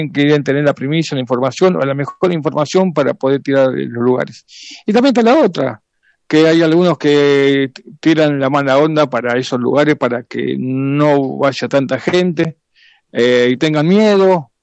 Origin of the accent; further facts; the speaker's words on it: Santiago del Estero, Argentina; now in Buenos Aires, Argentina; nací y me crié en Santiago del Estero